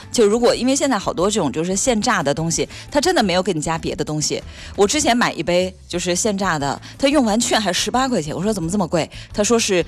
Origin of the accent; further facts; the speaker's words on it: Northeast China, China; now in Fuzhou, China; 作为东北人，以前我小的时候就好像对这个青菜也不怎么爱吃，包括可能我小的时候东北的青菜比较少，冬天的时候，